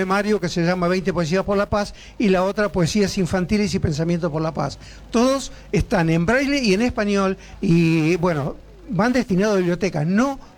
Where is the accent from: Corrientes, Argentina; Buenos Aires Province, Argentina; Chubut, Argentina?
Buenos Aires Province, Argentina; Lincoln; Y al costado de la ruta 50 vas a mi pueblo